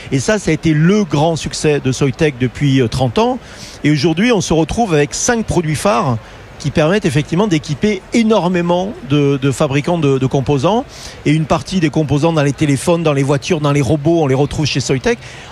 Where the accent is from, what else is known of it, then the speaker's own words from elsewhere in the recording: France; c'est pas parce que je suis français que je le dis